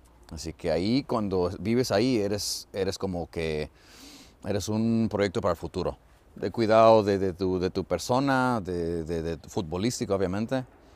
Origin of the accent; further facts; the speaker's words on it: Mexico; now in Germany; Pero aquí en Alemania. No es de que sea malo o incorrecto o correcto, pero es diferente. Y yo como mexicano amo el fútbol.